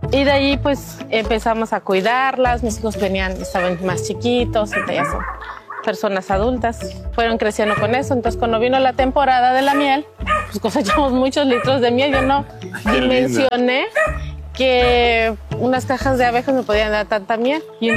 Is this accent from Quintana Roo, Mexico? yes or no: yes; Playa del Carmen, Quintana Roo, Mexico; somos nativos de Playa del Carmen